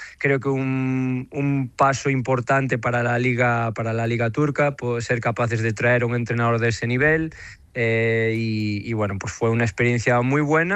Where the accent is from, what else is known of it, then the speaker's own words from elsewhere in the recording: Galicia, Spain; moved away as an adult; also born or lived in Greece / Udine, Italy; now in Istanbul, Turkey; la vida pues me ha llevado por diferentes países como buen gallego, y estoy ahora aquí por quinta temporada consecutiva en Estambul